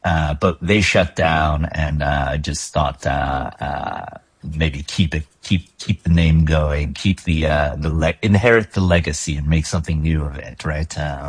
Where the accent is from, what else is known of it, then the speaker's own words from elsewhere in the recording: New Jersey, United States; I'm commuting in from Jersey. So I was born and raised in Jersey.